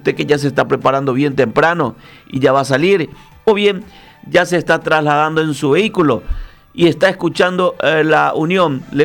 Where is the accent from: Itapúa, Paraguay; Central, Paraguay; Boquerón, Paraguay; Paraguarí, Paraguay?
Central, Paraguay; Villa Elisa; en la zona de donde yo vengo, que es de Villa Elisa, se nota bastante cuando hay neblina.